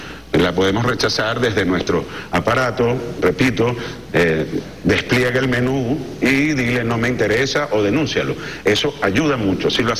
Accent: Venezuela; lo que debemos hacer es valorarnos como venezolanos y reconocernos los unos a los otros, con nuestras virtudes y nuestros defectos.

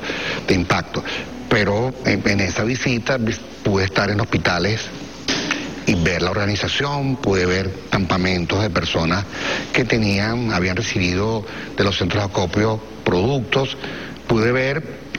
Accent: Venezuela; cómo somos los venezolanos.

